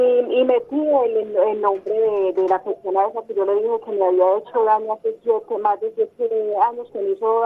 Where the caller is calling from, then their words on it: Montería, Córdoba, Colombia; de Montería Prado.